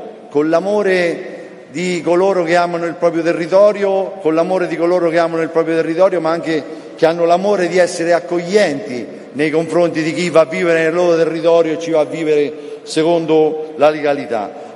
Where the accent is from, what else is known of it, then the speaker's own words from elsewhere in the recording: Terni, Umbria, Italy; Vi porto i saluti anch'io dell'Umbria, dell'Umbria del Sud, di Terni, la mia città, la città dell'acciaio, la città fra le acque, l'Interamna, la città nella quale vivo da quando sono nato, nella quale la mia famiglia vive dal 1640